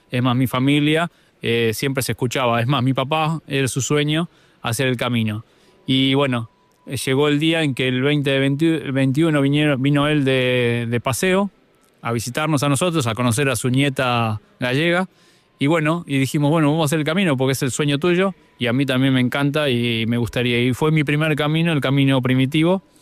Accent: Mar del Plata, Buenos Aires Province, Argentina; born there; Soy nacido en Argentina, en Mar del Plata, una ciudad balnearia de costa, y soy nieto de gallegos.

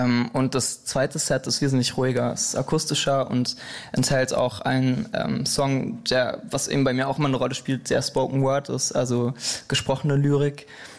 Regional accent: Soest, North Rhine-Westphalia, Germany; moved away as an adult; also born or lived in Lemgo / Ludwigsburg; now in Berlin, Germany

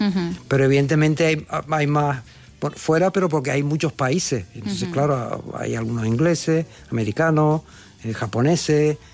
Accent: Canary Islands, Spain; now in Madrid, Spain; Soy de, soy nací en Tenerife, sí, mira el acento que tengo

